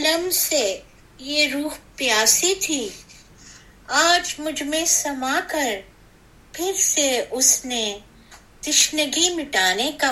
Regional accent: Birmingham, West Midlands, United Kingdom; तो वैसे मैं बर्मिंगम से हूँ और हमारा बर्मिंगम का चैनल रेडियो एक्सेल, उस पर मैं रेगुलर आती हूँ एवरी सैटरडे।

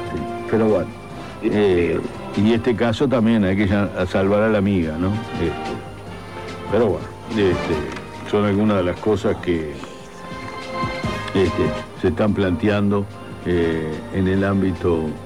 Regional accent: Uruguay; como lo que pagamos somos los uruguayos, como siempre

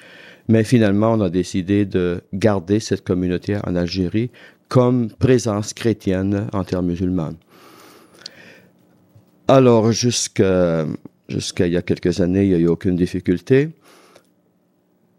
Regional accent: Sainte-Justine, Quebec, Canada; born there; moved away as an adult; also born or lived in Mistassini / Conyers, Georgia / Ghana; Je suis né à Saint-Justine de Dorchester, une paroisse qui a été fondée par les trappistes.

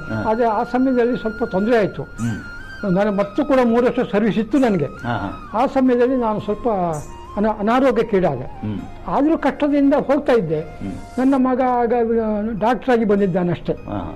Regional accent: Karki, Karnataka, India; also born or lived in Basrur / Kundapura; ಬಾಲ್ಯ ನನ್ನ ತಂದೆಯ ಮನೆಯಲ್ಲಿ ಕರ್ಕಿ ಅಂತ, ಅಲ್ಲಿ ಕರ್ಕಿ ಅಲ್ಲಿ ಹತ್ತಿರ ಹಟ್ಟಿ ಅಂಗಡಿ ಅಂತ ನೀವು ಕೇಳಿರ್ಬೋದು.

